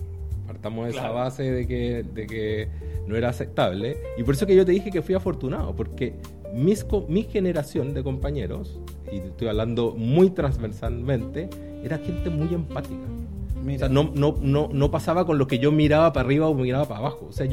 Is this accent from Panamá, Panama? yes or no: yes; Panama City, Panamá, Panama; moved away as an adult; now in Chile; mis inicios partieron en Panamá. O sea, yo nací en Panamá, soy panameño, ¿no es cierto? Bueno, estudié en un colegio en Panamá, en Ciudad de Panamá.